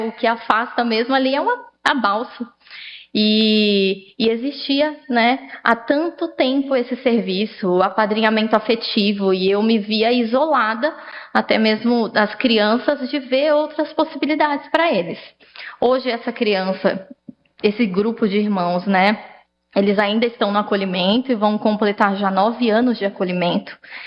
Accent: Guarujá, São Paulo, Brazil; coordenadora do Lar Manaim, sou lá do Guarujá

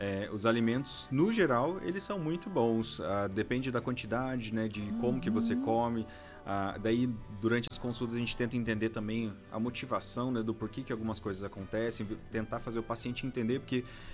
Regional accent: Ponta Grossa, Paraná, Brazil; eu sou aqui de Ponta Grossa.

